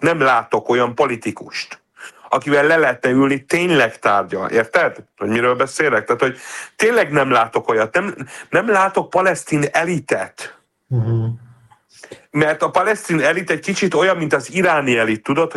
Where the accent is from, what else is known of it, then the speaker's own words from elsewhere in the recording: Israel; és pedig cionista vagyok, hát persze cionista, hogy izraeli vagyok, szeretném, hogy megmaradjon Izrael